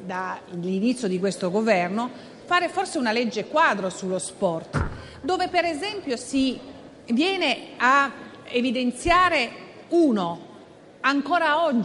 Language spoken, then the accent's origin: Italian; Turin, Piedmont, Italy; da torinese che ha visto la sua città completamente trasformata grazie alle Olimpiadi invernali del 2006, da città fabbrica è diventata città del turismo.